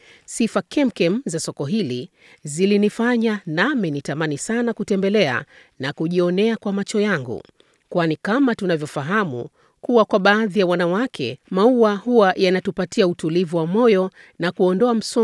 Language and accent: Swahili; Zanzibar, Tanzania; nikumbuke nyumbani kwetu Zanzibar, visiwa vya karafuu.